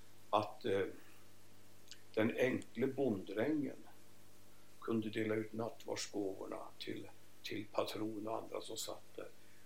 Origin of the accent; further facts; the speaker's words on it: Örebro County, Sweden; Närke, det här är min hembygd. Vi sitter här i Närke nu, mina hembygder.